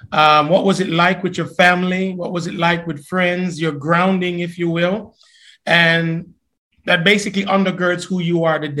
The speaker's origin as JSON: {"language": "English", "country": "Jamaica", "tie": "born or raised there", "moved": "yes", "lives_now": "United States", "said": "But we grew up together in Jamaica"}